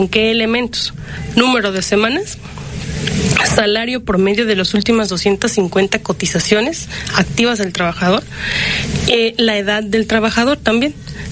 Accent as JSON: {"language": "Spanish", "town": "Ángel R. Cabada", "region": "Veracruz", "country": "Mexico", "tie": "born or raised there", "said": "Y bueno, tenemos otra oficina en Ángel R. Cavada, Veracruz, en la zona de los Tuxtlas. Uh-huh. Soy originaria de allá."}